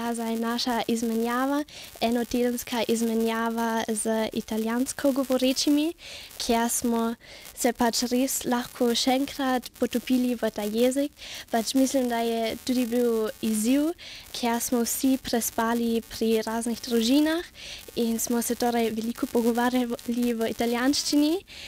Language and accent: Slovenian; Eisenkappel, Carinthia, Austria; Jaz sem itak iz Koroške, iz Železne Kaple.